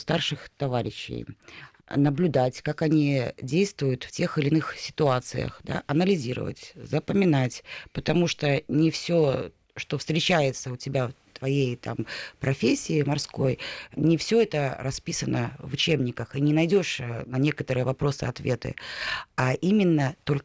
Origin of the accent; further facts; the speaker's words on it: Bryansk Oblast, Russia; мы же сами из Брянской области.